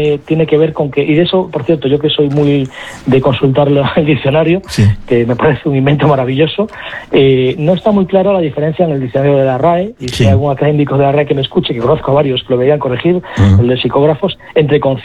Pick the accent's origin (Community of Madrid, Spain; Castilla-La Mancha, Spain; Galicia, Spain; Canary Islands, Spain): Galicia, Spain; me acuerdo paseando por la playa ahí en Galicia, en mi tierra